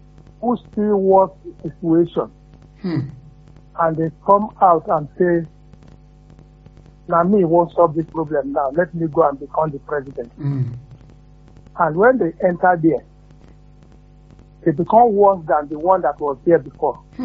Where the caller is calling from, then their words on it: Nigeria; I'm calling from Olegu.